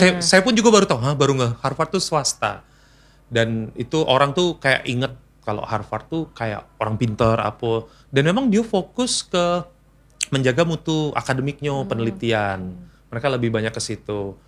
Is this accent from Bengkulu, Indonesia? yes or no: yes; Bengkulu, Indonesia; Karena memang latar belakang kalau orang tua kan dari Sulawesi Selatan, ibu dari Jawa. Cuma kita kan lah besar di Bengkulu, bahasa daerah yang paling lancar ya bahasa Bengkulu, bahasa Lembak terutama sebenarnya yang paling lancar. Bahasa Bugis gak bisa, bahasa Jawa juga kurang gitu.